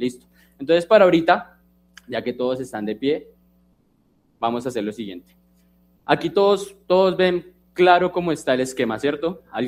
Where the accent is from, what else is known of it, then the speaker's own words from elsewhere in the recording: Bogotá, Colombia; la verdad.